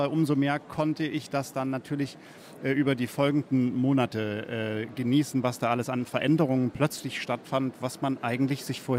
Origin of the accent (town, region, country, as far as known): Dresden, Saxony, Germany; born or raised there